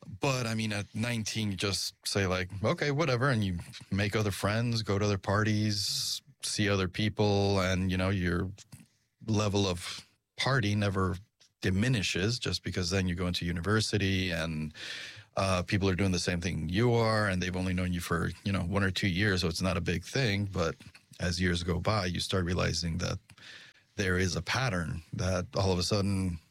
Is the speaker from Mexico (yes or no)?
yes; Mexico City, Mexico; English is a second language; moved away as an adult; now in Boston, United States; Once upon a time, I was one of those people who said, I will never leave my city, but, you know, life gets in the way. And I ended up living in Massachusetts, in Boston